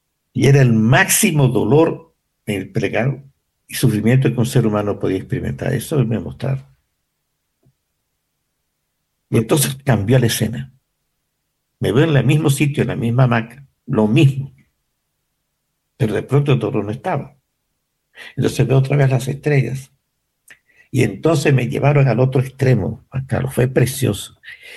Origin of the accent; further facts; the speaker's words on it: Venezuela; moved away as an adult; ya era adulto, ¿no? Pero me pusieron en ese escenario, no sé, en la casa en que yo vivía hasta que salí de Venezuela.